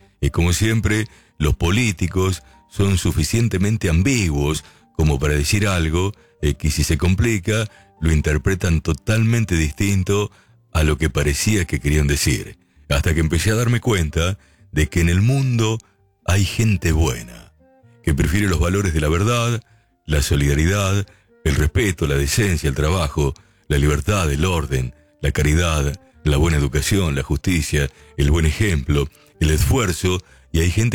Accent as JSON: {"language": "Spanish", "country": "Argentina", "said": "Nosotros somos los argentinos. Tenemos, así como veneramos a San Cayetano, también veneramos a la Virgen de San Nicolás, también veneramos a la patrona de la República Argentina, la Virgen de Luján"}